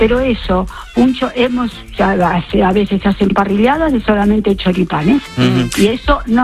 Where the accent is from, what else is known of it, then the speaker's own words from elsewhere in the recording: Argentina; mi bocata, como una argentina que soy, es el choripán